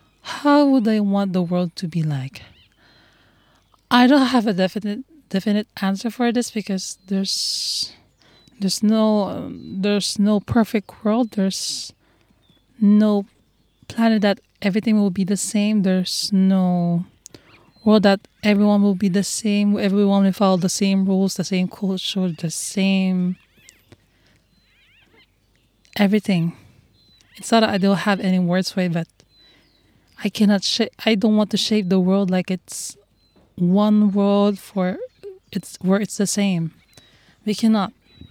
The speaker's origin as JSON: {"language": "English", "country": "Philippines", "second_language": "English", "moved": "yes", "lives_now": "France", "said": "I'm 20, and I'm from the Philippines, and it's been 3 years since I'm in France."}